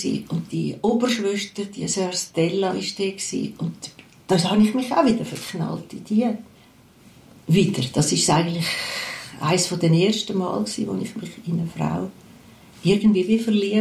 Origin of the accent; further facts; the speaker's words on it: Zurich, Switzerland; Ich bin im Pfarrhaus aufgewachsen, auf dem Land, bei Winterthur.